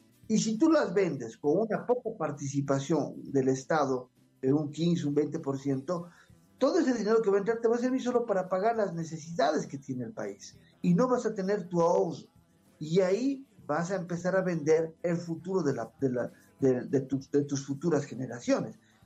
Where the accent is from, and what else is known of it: Bolivia